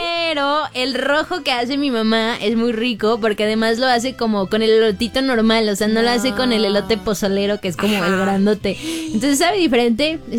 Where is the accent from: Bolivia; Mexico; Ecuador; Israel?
Mexico; Puebla; yo soy poblana